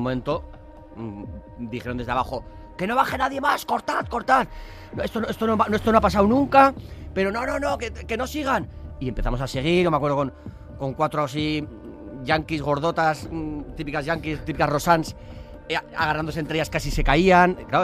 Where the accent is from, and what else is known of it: San Sebastián, Basque Country, Spain